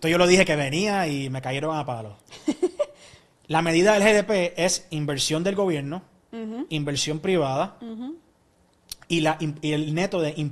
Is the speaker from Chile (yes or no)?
no; Puerto Rico; yo soy de Puerto Rico